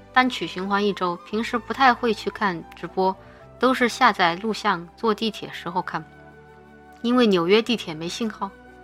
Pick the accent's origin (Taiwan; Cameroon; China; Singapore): China; Chongqing; now in Shanghai, China; 我在上海就经常吃了一些火锅，觉得很想让上海人民体会一下我们家乡正宗的重庆火锅